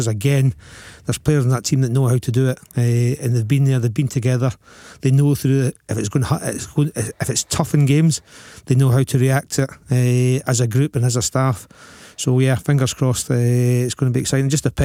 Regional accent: Scotland, United Kingdom; We're doing what we love doing as Scottish people.

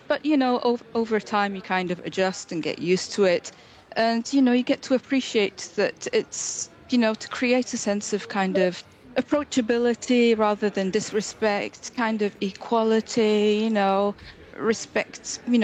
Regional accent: Syria; now in London, United Kingdom; my experience growing up in Syria

